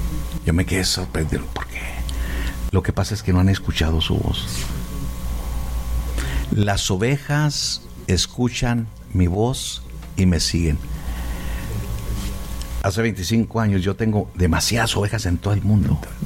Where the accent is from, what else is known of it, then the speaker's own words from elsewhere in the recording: Ciudad Juárez, Chihuahua, Mexico; born there; Yo soy de Ciudad Juárez, Chihuahua, nacido en Chihuahua